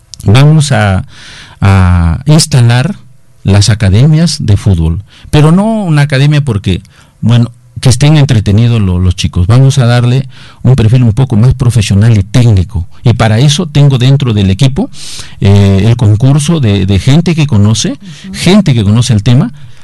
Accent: Usquil, La Libertad, Peru; mi pueblo de Usquil

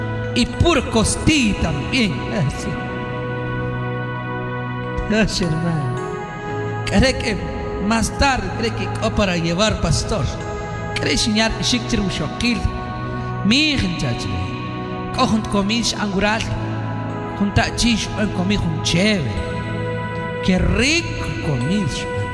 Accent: Chichicastenango, Quiché, Guatemala; Somos de Chichicastenango.

